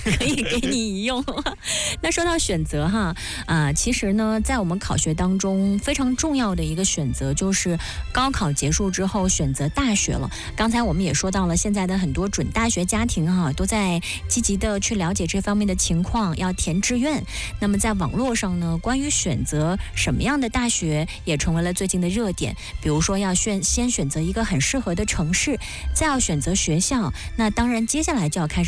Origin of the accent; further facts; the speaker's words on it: Jiangsu, China; 我们江苏人